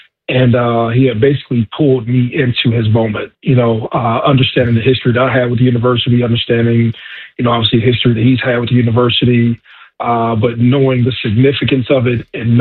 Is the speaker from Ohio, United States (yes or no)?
yes; Youngstown, Ohio, United States; super fascinated and a fanboy of Coach Trussell growing up in Youngstown.